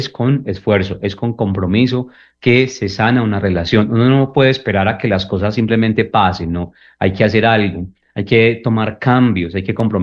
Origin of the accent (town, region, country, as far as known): Colombia